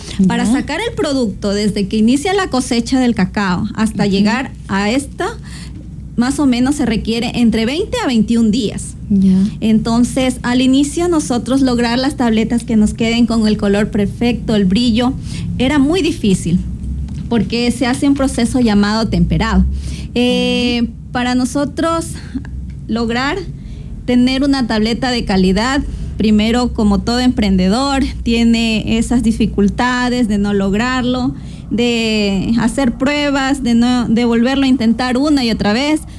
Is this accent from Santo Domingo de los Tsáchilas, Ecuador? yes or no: yes; San Jacinto del Búa, Santo Domingo de los Tsáchilas, Ecuador; nosotros somos de San Jacinto del Búa, una parroquia rural de aquí del Cantón Santo Domingo.